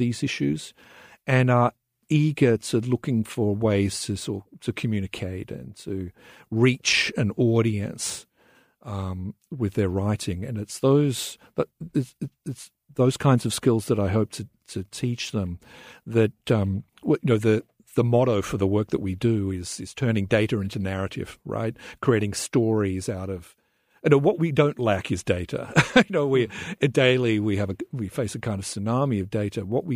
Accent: Australia; accent: Australian; moved away as an adult; also born or lived in Melbourne, Australia / New York, United States; you probably tell from my accent that I'm from Australia. I'd lived in Melbourne and then subsequently did my graduate study in New York

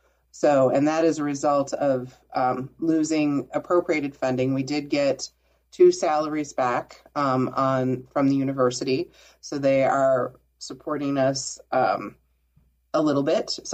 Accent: Nebraska, United States; I'm from Nebraska, and and Nebraska has a statewide network.

